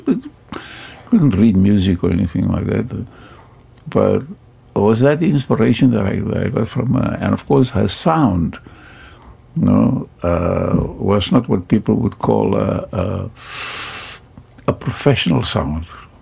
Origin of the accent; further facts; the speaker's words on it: South Africa; moved away; I'm from South Africa and I'm a pianist.